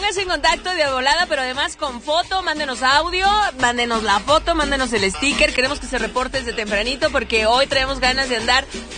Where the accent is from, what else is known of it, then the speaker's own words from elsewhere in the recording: northern border, Mexico; moved away; yo soy de la frontera.